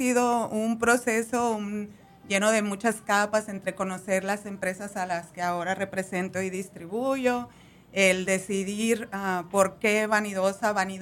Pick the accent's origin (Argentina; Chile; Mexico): Mexico; moved away